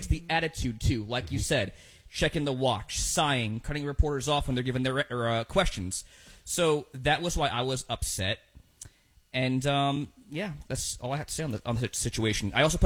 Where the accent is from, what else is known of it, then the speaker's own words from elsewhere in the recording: New York, United States; I'm from New York. I could take it.